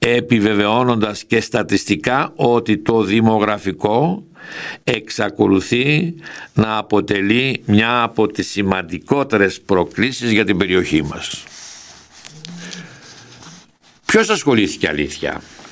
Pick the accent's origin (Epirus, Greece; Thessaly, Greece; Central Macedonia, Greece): Epirus, Greece; Vasilopoulo; στο χωριό μου, στο Βασιλόπουλο, Ζήτσας